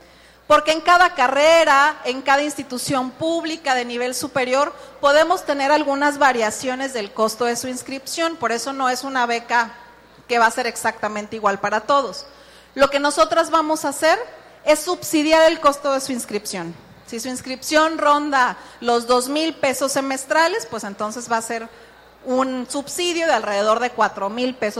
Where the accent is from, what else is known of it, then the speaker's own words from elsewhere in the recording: Cuauhtémoc, Colima, Mexico; Yo soy del municipio de Cuauhtémoc, entonces ya para estudiar mi carrera tenía que venir a Colima, pagar transporte todos los días